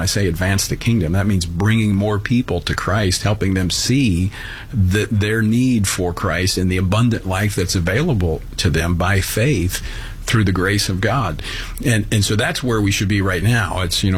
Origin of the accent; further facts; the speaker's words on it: Louisiana, United States; I've been through a number of natural disasters in my home state of Louisiana in different capacities as a pastor of a church, in the legislatures, in law enforcement.